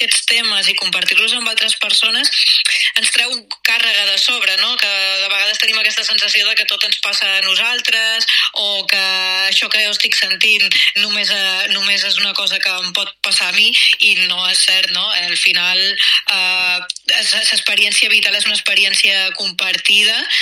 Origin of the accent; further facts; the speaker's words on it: Ibiza, Balearic Islands, Spain; Jo soc d'Eivissa